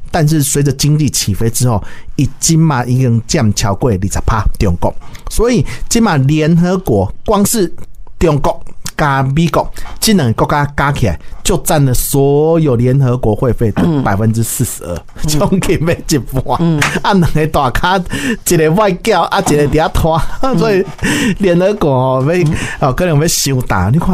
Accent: Taiwan

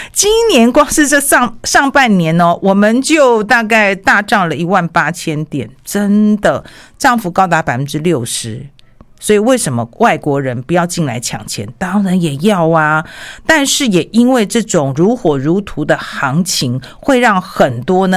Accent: Taiwan; 我们台湾人

